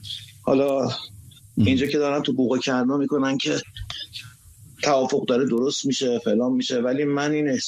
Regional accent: Tehran, Tehran Province, Iran; moved away as an adult; also born or lived in Bandar Abbas; خودم بچه تهرانم ولی چند سالی که ساکن بندرعباس بودم، به خاطر یه سری شرایط رفته بودم اونجا

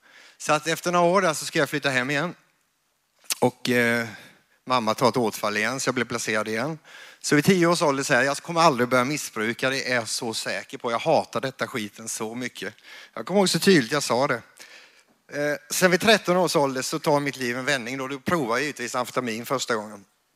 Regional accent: Kalmar, Kalmar County, Sweden; born there; jag är född i Kalmar.

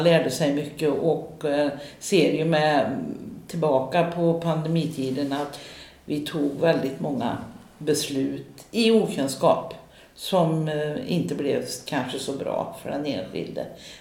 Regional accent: Västra Götaland County, Sweden; jag är redig västgöte.

